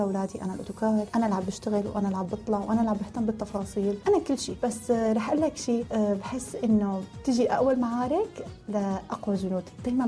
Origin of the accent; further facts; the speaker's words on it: Syria; now in United Arab Emirates; ونحن كسوريين محبوبين بالإمارات. يعني أنا عن تجربتي، أنا سلال تجربتي شي 7 سنين تاكل، بس نحن كسوريين شعب محبب بالإمارات.